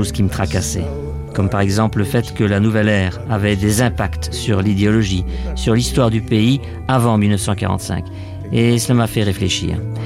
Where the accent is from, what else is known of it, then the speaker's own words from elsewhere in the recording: Slovakia; first language Slovak; French is a second language; Moi, je n'ai jamais perdu le contact avec ma langue maternelle, le slovaque. J'ai effectué mes études en Slovaquie dans les années 1945